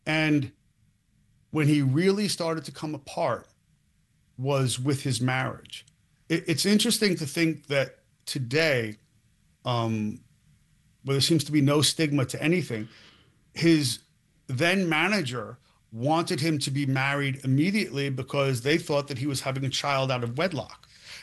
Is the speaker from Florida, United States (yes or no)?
no; New York, United States; born there